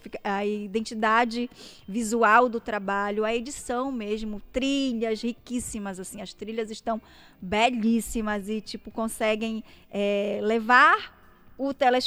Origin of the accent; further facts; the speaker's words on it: Belém, Pará, Brazil; born there; also born or lived in Muaná, Pará; Morei lá até 8 anos e meu pai e minha mãe permitiram que eu viesse morar com uma tia aqui em Belém para que eu estudasse.